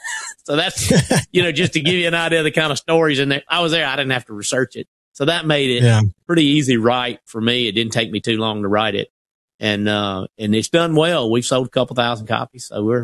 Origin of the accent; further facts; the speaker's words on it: Mississippi, United States; growing up in Mississippi